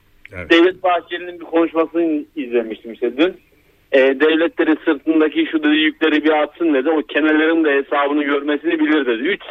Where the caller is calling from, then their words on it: Istanbul, Turkey; İstanbul'dan arıyorum